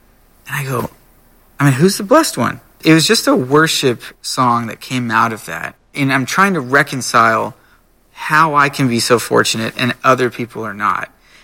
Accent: California, United States; born there; I was born in California instead of a third world country.

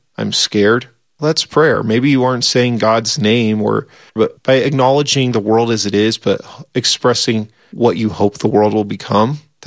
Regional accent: Seattle, Washington, United States; When I grew up in Seattle, I remember doing a field trip to downtown Seattle

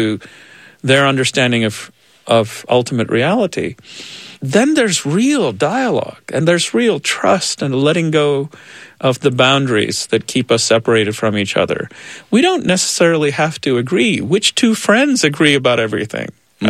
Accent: India; I mean, being Indian is awesome because of the great food. And I do say, thank God I'm an Indian for that reason.

